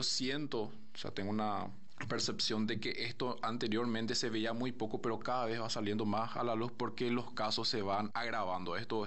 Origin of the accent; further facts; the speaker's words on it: Paraguay; acá como paraguayo